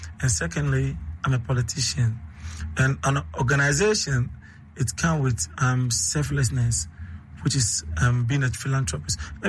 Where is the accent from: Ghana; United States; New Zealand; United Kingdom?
Ghana; Greater Accra; I'm a son of the soil of this land. I'm Ghanaian. I come from Greater Accra here.